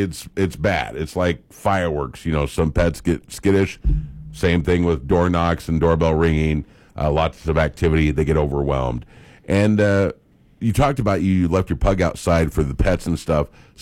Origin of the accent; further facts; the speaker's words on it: Grand Island, Nebraska, United States; I grew up in Grand Island.